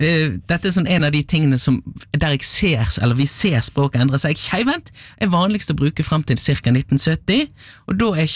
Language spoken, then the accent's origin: Norwegian; Bergen, Vestland, Norway; nå skal jeg som bergenser arbeide litt med å si, kjeiva.